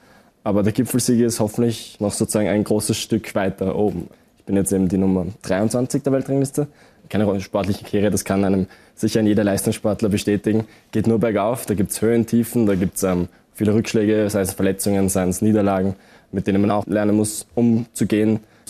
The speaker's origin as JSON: {"language": "German", "region": "Vienna", "country": "Austria", "also_born_or_lived": "Tyrol", "accent": "Viennese", "said": "Also ich bin, ich sage schon, ich bin auch in Tirol aufgewachsen. Ich habe leider den Wiener Akzent angenommen, aber fühle mich trotzdem auch hier sehr, sehr zu Hause."}